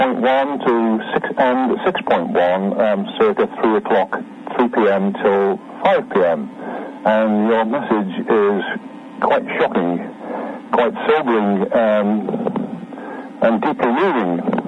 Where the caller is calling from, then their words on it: Wales, United Kingdom; I'm calling from the United Kingdom, and in particular North Wales, which is in the top right-hand corner of North Wales, is where this message is coming from.